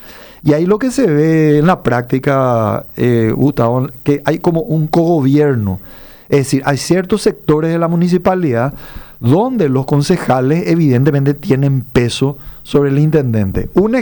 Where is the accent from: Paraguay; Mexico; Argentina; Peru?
Paraguay